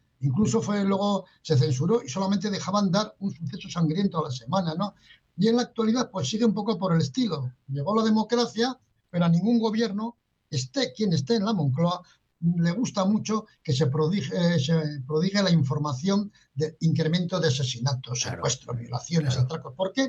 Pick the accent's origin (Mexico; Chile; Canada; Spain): Spain; Pamplona, Navarre; Precisamente yo soy navarro